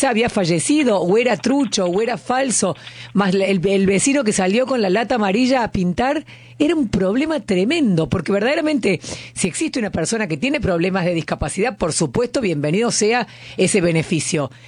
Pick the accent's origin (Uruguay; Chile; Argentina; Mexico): Argentina; Buenos Aires; Doy vueltas por el auto, soy porteña, camino, más el auto, más todo, y verdaderamente era un problema, así que lo celebro.